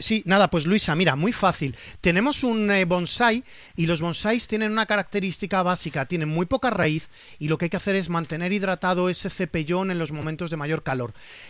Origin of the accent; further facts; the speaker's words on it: Valencian Community, Spain; Yo a ti te voy a recomendar como buen valenciano el cunquat.